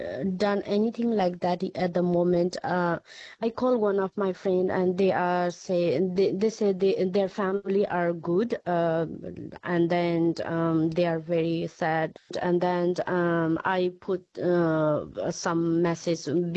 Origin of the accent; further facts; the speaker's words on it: Nuwakot, Bagmati, Nepal; English is a second language; And then I'm from that place because that happened in Nuakot. I came from Nuakot, and they luckily my family they all are in capital city, that's in Kathmandu.